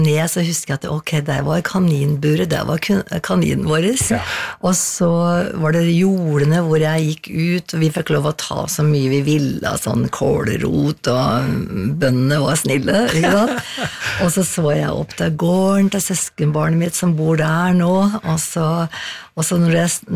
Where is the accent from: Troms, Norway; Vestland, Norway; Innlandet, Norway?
Innlandet, Norway; Skreia; now in Asker, Norway; Det er liksom Toten, altså Skreia, er liksom det er der jeg vokste opp, ikke sant? Så det er liksom røttene mine. Og så har jeg bodd nå i Asker, mye lenger da.